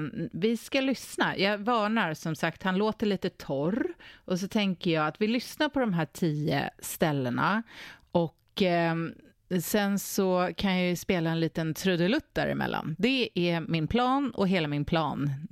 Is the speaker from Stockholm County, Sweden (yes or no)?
yes; Stockholm, Stockholm County, Sweden; moved away; Jag kommer ju från Stockholm, om man inte har hört det på min dialekt redan.